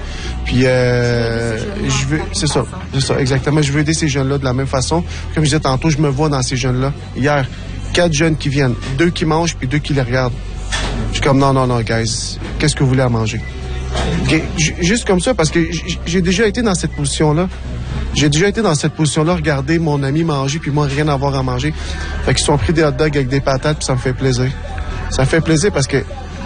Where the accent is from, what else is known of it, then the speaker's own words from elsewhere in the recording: Montreal, Quebec, Canada; Ouais, mais dans Verdun, j'ai grandi dans Verdun. Je connais les difficultés que les Verdunois ou que les jeunes y ont eues.